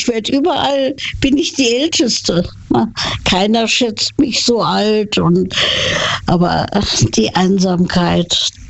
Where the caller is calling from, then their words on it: Saarland, Germany; Ich komme aus dem Saarland.